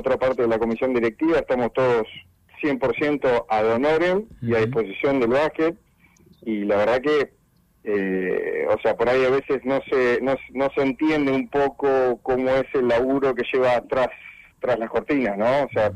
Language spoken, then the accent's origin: Spanish; Bahía Blanca, Buenos Aires Province, Argentina; moved away as an adult; also born or lived in La Plata; now in Puerto Madryn, Argentina; yo soy de Bahía Blanca, o sea, hice todas mis formativas allá en Bahía, en el Club Alem, desde pre-mini hasta U17, y después, bueno, me fui a estudiar, estuve estudiando en La Plata